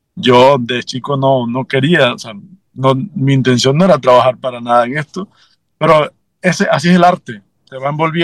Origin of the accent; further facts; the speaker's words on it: Chitré, Herrera, Panama; que soy de Chitré